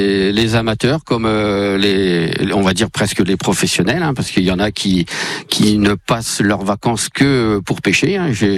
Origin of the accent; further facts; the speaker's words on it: Vitry-le-François, Grand Est, France; moved away; Enfant du pays, je suis né ici à Vitry-le-François.